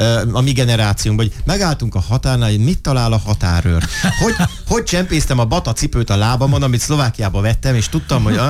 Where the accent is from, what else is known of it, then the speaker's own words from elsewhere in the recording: Hungary; most magyar vagyok